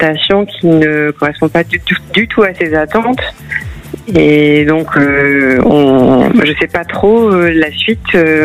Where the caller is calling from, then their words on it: Nouvelle-Aquitaine, France; Près de Bordeaux.